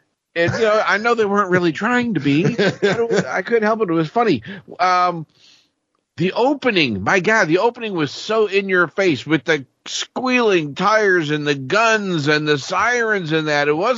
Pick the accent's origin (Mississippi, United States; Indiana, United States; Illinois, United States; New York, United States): Illinois, United States; Peoria; because I'm from Peoria.